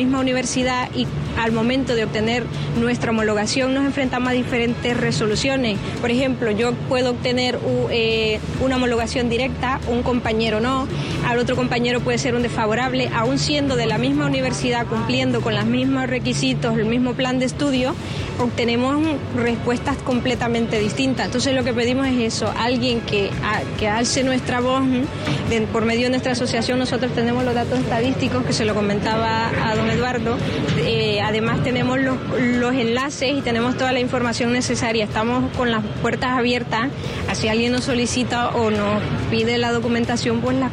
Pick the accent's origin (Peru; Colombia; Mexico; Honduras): Honduras; now in Spain; la embajada que nos representa como hondureños en España